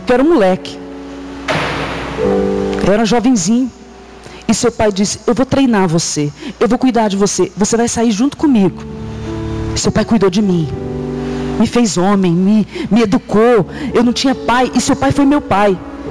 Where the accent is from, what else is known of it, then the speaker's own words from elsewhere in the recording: Vitória, Espírito Santo, Brazil; moved away; eu sou de Vitória, no Espírito Santo.